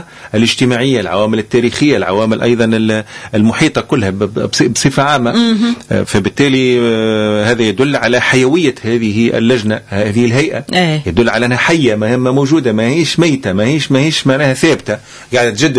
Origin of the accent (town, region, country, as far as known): Tunisia